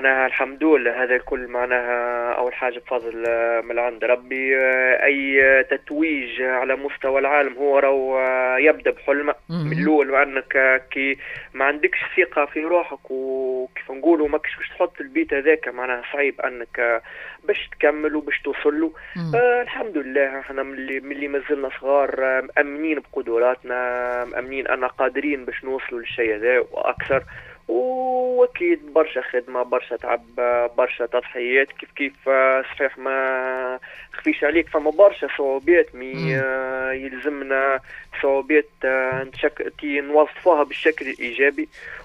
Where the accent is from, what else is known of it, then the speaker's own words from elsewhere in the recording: Jendouba, Jendouba Governorate, Tunisia; now in Radès, Tunisia; أنا صحيح نعيش توا في رادس، مي أنا راني من جندوبة، معناها كبرت في جندوبة ولدت في جندوبة، ومن بعد كتخلت للمنتخب الوطني تنقلت الرادس